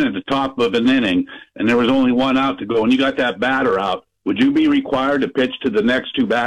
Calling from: Kane, Pennsylvania, United States; from Kane, Pennsylvania.

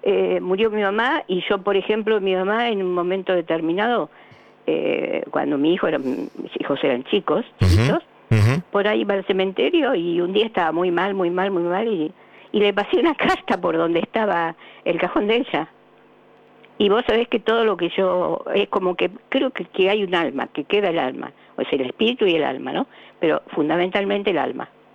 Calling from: Buenos Aires, Argentina; De Cava, capital, Belgrano.

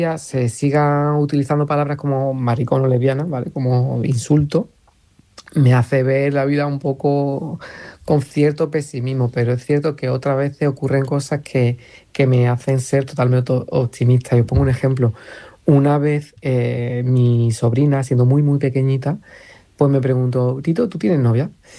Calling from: France; Un abrazo … de Francia.

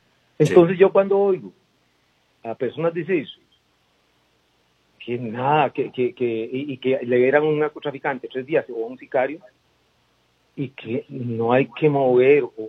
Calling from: San José, Costa Rica; Aquí de San José, siempre.

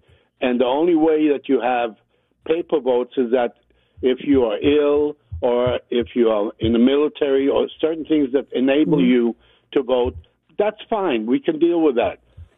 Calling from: United States

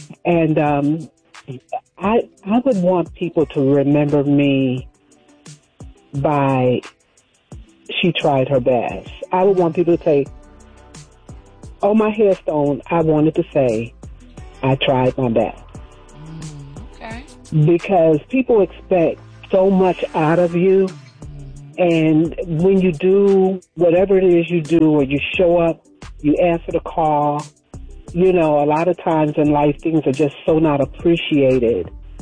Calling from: Marietta, Georgia, United States; I'm calling from Marietta, Georgia.

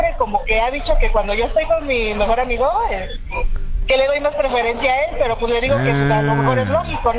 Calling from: Naucalpan, State of Mexico, Mexico; soy de aquí de Naucalpan.

